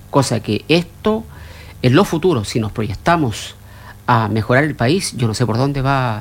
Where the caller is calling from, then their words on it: Chile; Yo, siendo chileno